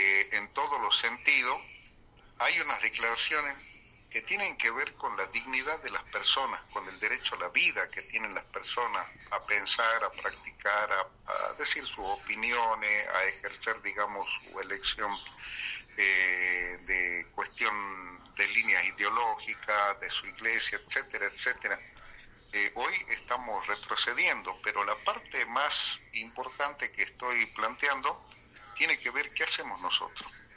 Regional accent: Jujuy, Argentina; Nosotros desde nuestra comunidad indígena de Angosto del Perchel

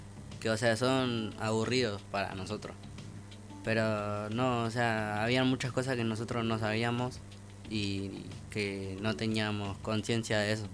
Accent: José C. Paz, Buenos Aires Province, Argentina; also born or lived in Moreno; Me crié en José C. Paz, pero yo nací en Moreno

